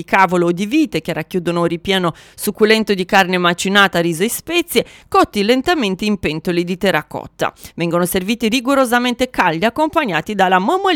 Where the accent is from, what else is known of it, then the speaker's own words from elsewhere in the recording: Iași, Iași County, Romania; moved away; questo magnifico distretto, che tra l'altro è la mia città d'origine